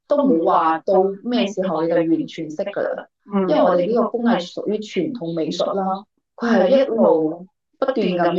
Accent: Guangdong, China; 佢就其实背后都系人哋，即系我哋广东人对富裕生活嘅呢啲心理。

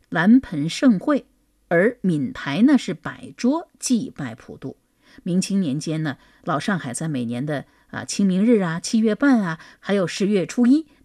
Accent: China; 我们中国人的脚步

